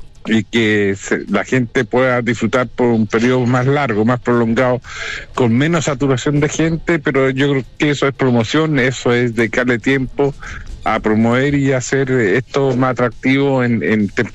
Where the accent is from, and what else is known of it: Chile